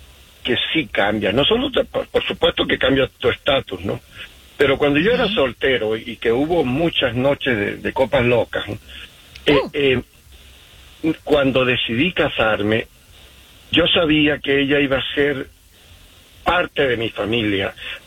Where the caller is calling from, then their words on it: Utah, United States; Los llamo desde Utah, estoy aquí.